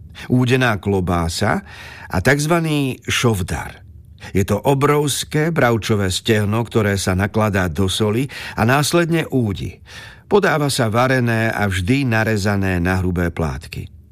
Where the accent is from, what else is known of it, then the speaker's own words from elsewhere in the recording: Uzhhorod, Zakarpattia Oblast, Ukraine; z môjho rodného mesta Užhorod